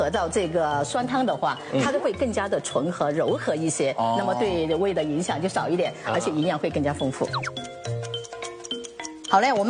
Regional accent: Guizhou, China; 对，因为我来自贵州，这里全是我们贵州的发酵酸。

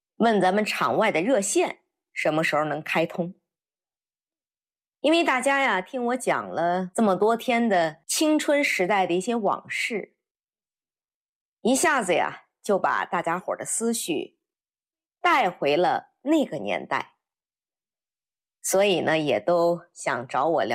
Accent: Inner Mongolia, China; 我呢是在内蒙古草原长大的

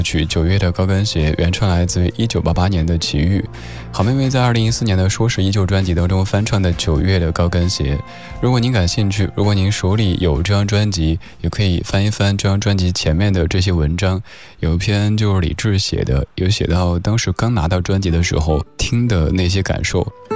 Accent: Sichuan, China; accent: Sichuanese; 高跟鞋这个词用我家乡话四川话来说特别有喜感。

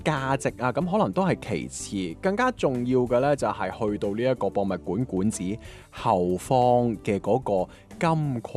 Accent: Guangdong, China; 我哋廣東人

